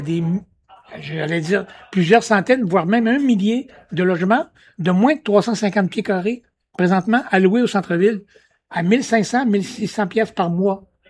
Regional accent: Quebec, Canada; Je viens d'Allemont au Lac-Saint-Jean.

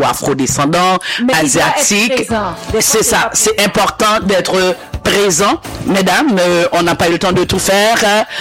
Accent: Haiti; étant donné que je suis haïtien, je veux dire que c'est quelqu'un de ma communauté

